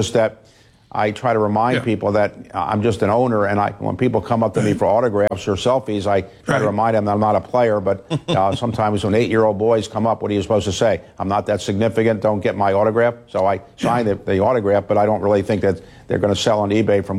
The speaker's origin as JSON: {"language": "English", "town": "Baltimore", "region": "Maryland", "country": "United States", "tie": "born or raised there", "said": "my hometown of Baltimore. Baltimore, when I was growing up, was a much bigger city, more vibrant."}